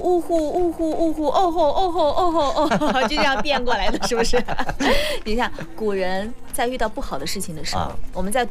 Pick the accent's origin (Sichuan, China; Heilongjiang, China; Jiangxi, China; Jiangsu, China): Sichuan, China; accent: Sichuanese; 我们四川人是不是很喜欢说耶？